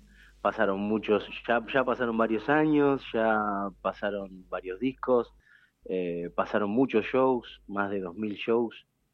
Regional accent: Cipolletti, Río Negro, Argentina; moved away as an adult; yo al vivir en Cipolletti, yo soy nacido y criado en Cipolletti.

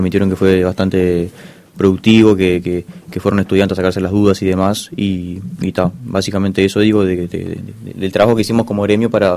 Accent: Salto, Uruguay; De acá de Salto, sí.

